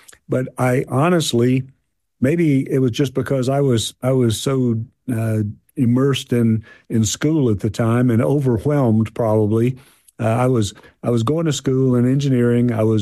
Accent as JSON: {"language": "English", "town": "Opelika", "region": "Alabama", "country": "United States", "tie": "born or raised there", "said": "You know, and you mentioned Opelika. That is my hometown, and it's where I spent a lot of my growing up formative years. And it's a wonderful place to have grown up. Small town, hardworking people."}